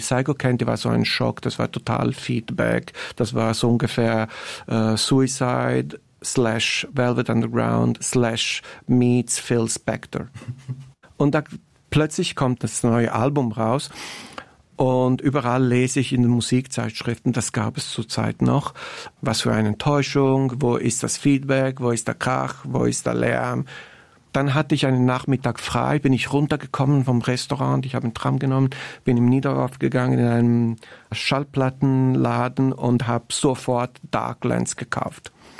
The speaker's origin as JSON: {"language": "German", "country": "Italy", "said": "für mich als Italiener, der in Neapel ist"}